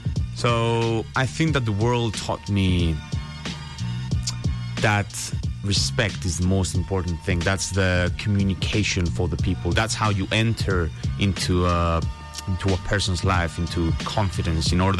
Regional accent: Madrid, Community of Madrid, Spain; moved away as an adult; I'm from Madrid, capital of Spain, all my life.

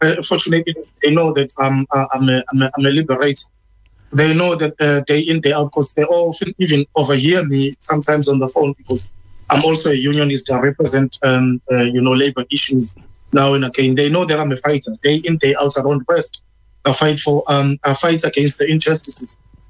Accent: KwaZulu-Natal, South Africa

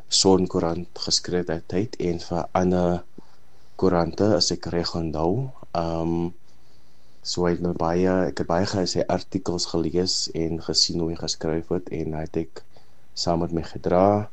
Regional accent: Ladismith, Western Cape, South Africa; moved away as an adult; now in Johannesburg, South Africa; ek is van Lady Smith in die Klein Karoo, en as jy luister van Lady Smith in die Klein Karoo, die Kaas Wêreld, baie lieflike dorpie met lieflike mense, ek is gebore daarso

